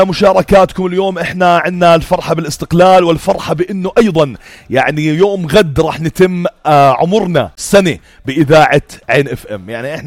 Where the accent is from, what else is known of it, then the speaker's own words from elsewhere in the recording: Jordan; أنا كأردني فخور بإني ابن هاي الأرض،